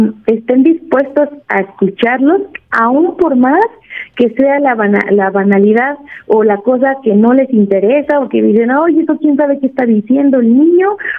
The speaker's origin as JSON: {"language": "Spanish", "country": "Mexico", "said": "como mexicanos y mexicanas estamos bien acostumbrados al contacto físico."}